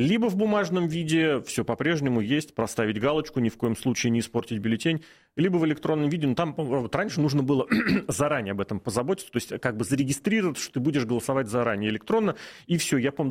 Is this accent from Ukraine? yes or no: no; Moscow, Russia; я из Южного Чертаново, мой район, он исторически как-то экспериментальный в плане электронных различных штук